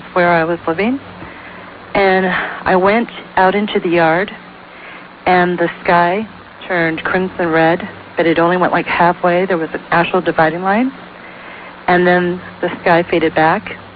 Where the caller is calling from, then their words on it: Tacoma, Washington, United States; Okay, I'm calling from Tacoma, Washington.